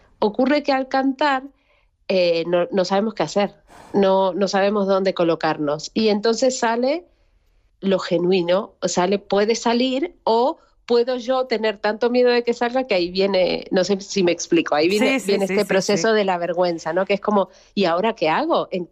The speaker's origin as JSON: {"language": "Spanish", "country": "Argentina", "moved": "yes", "lives_now": "Spain", "said": "Él también es argentino y nos encontramos aquí en España"}